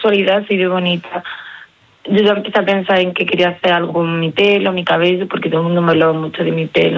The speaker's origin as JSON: {"language": "Spanish", "town": "Pozoblanco", "region": "Andalusia", "country": "Spain", "said": "en mi ciudad, en mi pueblo"}